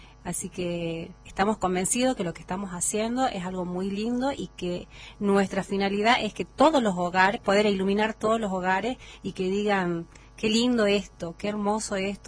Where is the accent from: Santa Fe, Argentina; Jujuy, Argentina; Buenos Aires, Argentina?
Jujuy, Argentina; Yuto; now in Perico, Argentina; yo soy de Yuto, vivo en Perico ya hace muchos años